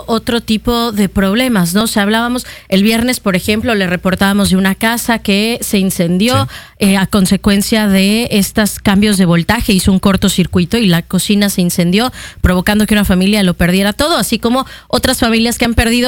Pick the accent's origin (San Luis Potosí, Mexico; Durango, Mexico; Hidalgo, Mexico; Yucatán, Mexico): Yucatán, Mexico